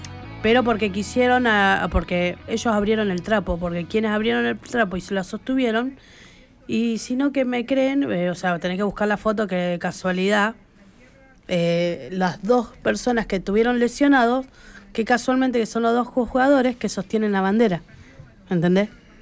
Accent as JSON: {"language": "Spanish", "country": "Argentina", "said": "nosotros somos argentinos"}